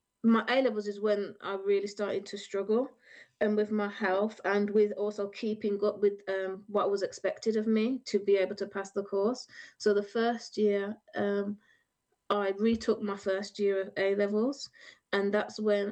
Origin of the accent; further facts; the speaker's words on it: Birmingham, West Midlands, United Kingdom; born there; moved away as an adult; that's when I moved away from Birmingham.